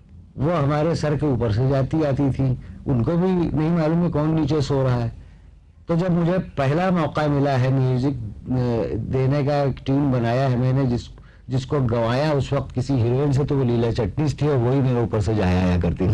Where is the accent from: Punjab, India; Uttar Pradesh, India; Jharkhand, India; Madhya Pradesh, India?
Uttar Pradesh, India; Lucknow; लखनऊ का रहने वाला हूँ, लखनऊ में उस्ताद बब्बन साहब मरहूम अल्लाह बख्शे उनकी नवाजिश रही मुझ पर